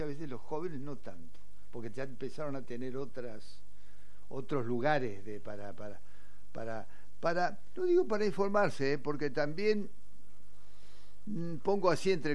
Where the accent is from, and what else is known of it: Argentina